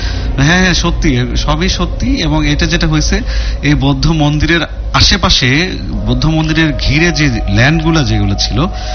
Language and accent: Bangla; Bogura, Rajshahi Division, Bangladesh; also born or lived in Naogaon; now in Dhaka, Bangladesh; বগুড়ায় আমাদের বাড়ি বাট নওগাঁতে দাদু বাড়ি, মানে আমাদের দুইটা জায়গায় বাড়ি